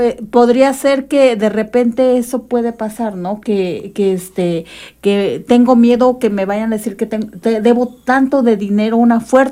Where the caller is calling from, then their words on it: San Miguel Ixitlán, Puebla, Mexico; Vengo de San Miguel Ixitlán